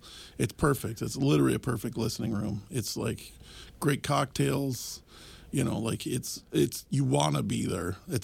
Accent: Buffalo, New York, United States; born or raised there

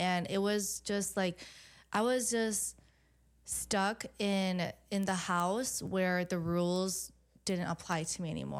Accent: United States; growing up in America

